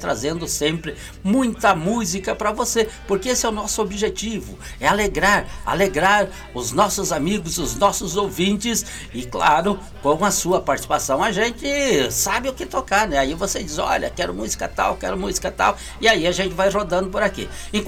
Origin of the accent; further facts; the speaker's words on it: Rio Grande do Sul, Brazil; nós somos aqui do Rio Grande do Sul